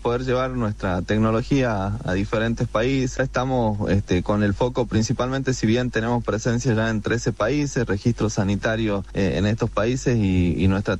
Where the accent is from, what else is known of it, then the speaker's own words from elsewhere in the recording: Tilcara, Jujuy, Argentina; Yo soy de Tilcara